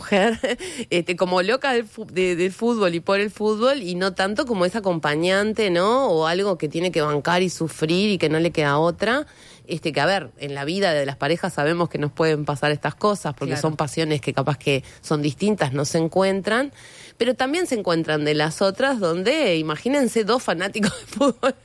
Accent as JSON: {"language": "Spanish", "country": "Uruguay", "said": "soy mala uruguaya"}